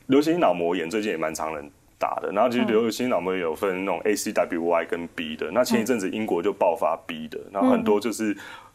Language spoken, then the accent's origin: Chinese; Taiwan; 我们台湾人